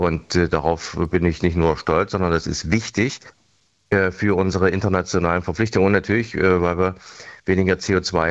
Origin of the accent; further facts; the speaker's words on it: Erfurt, Thuringia, Germany; Entsiegelung von Flächen in Erfurt, meiner Heimat.